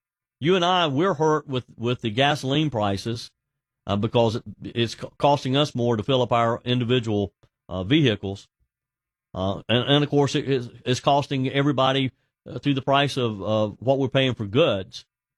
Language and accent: English; South Carolina, United States; And here in my home state of South Carolina, the state legislature is about to reconvene to consider those congressional districts.